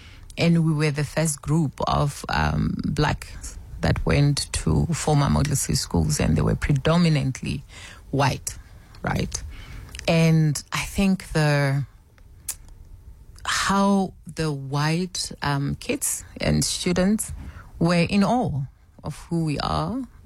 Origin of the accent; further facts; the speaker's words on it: Vukuzakhe, Mpumalanga, South Africa; first language Zulu; English is a second language; for you to now having to switch from learning isiZulu, I was from Vukuzakhe, Eshabil, and having now to learn this English thing all of a sudden